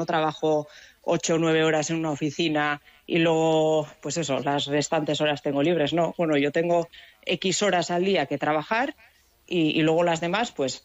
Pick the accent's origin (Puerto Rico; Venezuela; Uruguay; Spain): Spain; Zarautz, Basque Country; Siempre yo he sido soy de Zarauz de nacimiento y siempre he vivido en una casa, pero siempre con algún animal que otro, como quien dice.